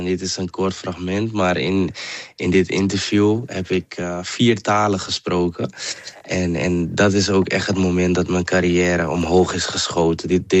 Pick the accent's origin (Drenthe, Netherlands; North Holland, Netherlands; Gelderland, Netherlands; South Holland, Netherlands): North Holland, Netherlands; Amsterdam; Ik ben opgegroeid in Amsterdam-Oost.